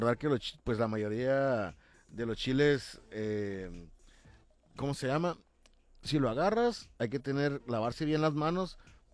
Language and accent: Spanish; Mexico; Yo creo que la salsa nos da la identidad como mexicanos.